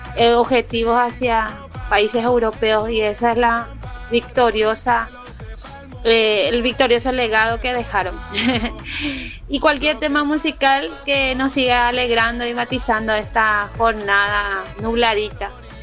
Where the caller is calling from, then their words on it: Paraguay; Dejamos un legado grande como paraguayos, y eso nos reconforta.